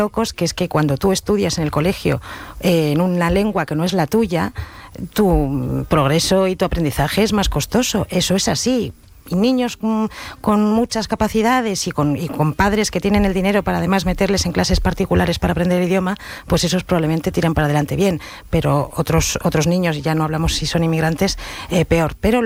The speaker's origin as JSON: {"language": "Spanish", "region": "Basque Country", "country": "Spain", "said": "Y luego yo como vasca pues estoy escandalizada por los resultados en el País Vasco."}